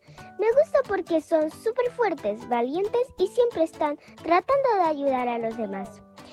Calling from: Santiago, Santiago Metropolitan Region, Chile; tengo 8 años y soy de Santiago de Chile.

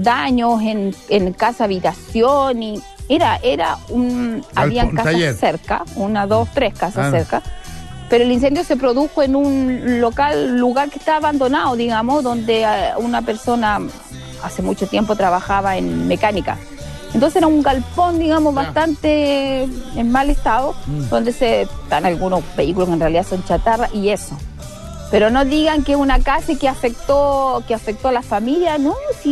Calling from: Chile; Yo vivo en Calle Núñez

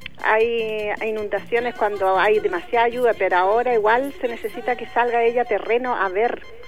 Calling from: Valdivia, Los Ríos, Chile; de Valdivia.

